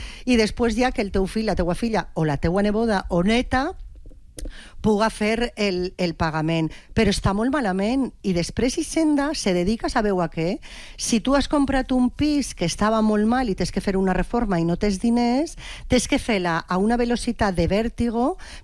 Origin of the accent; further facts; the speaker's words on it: Borriana, Valencian Community, Spain; Jo vaig a parlar del meu poble, en Borriana.